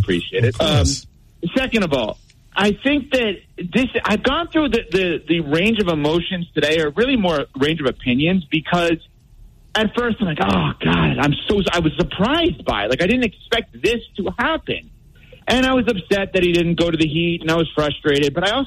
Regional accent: New York, United States; Freddie, you and I grew up in New York.

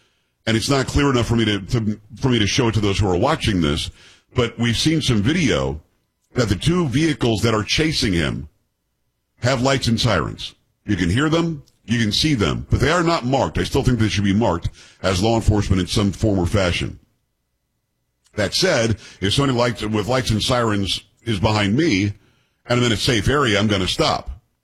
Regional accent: Florida, United States; I know a lot of people in San Antonio say Perez. I say Perez. I grew up in South Florida.

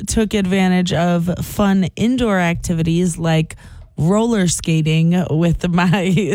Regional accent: New York, United States; I grew up near Guptill's roller skating arena.

